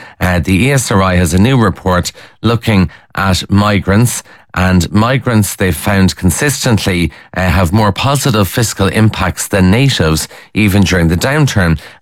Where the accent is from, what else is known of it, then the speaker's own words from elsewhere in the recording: Kildare, Ireland; I'm from Kildare. Kildare, apparently the worst county to bring up children